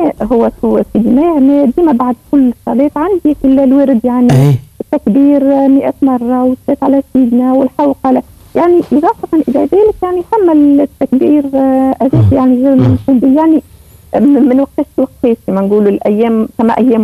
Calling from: El Kef, Kef Governorate, Tunisia

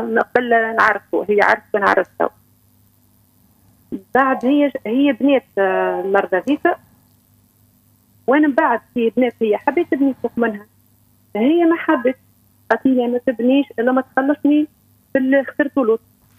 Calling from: Ben Arous, Tunisia; من بن عروس.

